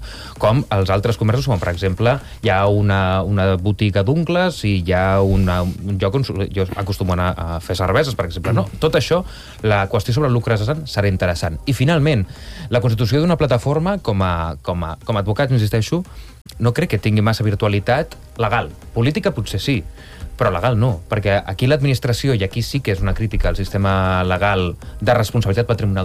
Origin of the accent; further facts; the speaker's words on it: Barcelona, Catalonia, Spain; Jo vaig dir, no, jo sóc del Putxet i el Ferró. I un veí del Putxet em va dir, no, tu ets del Ferró.